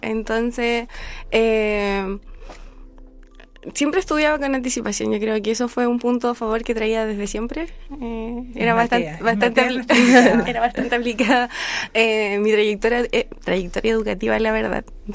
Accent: Chillán, Ñuble, Chile; Acá. Soy de Chillán.

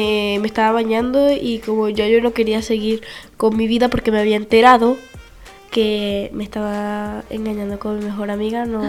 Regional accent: Venezuela; now in Chile; Nuestro colegio quiso incluir a las personas extranjeras. Yo soy extranjera, yo soy venezolana.

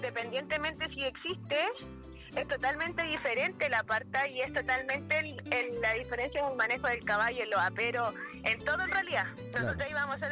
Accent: Chile; Y nosotros como chilenos, que tenemos nuestro caballo chileno, que tenemos una identidad propia tremenda

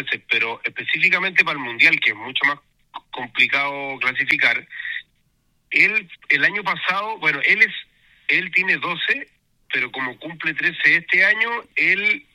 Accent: Santiago, Santiago Metropolitan Region, Chile; born there; moved away as an adult; now in Puertecillo, Chile; yo nací en Santiago, la Pau también

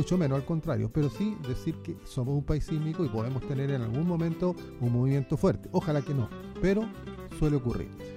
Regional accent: Chile; nosotros los chilenos, somos un país sísmico

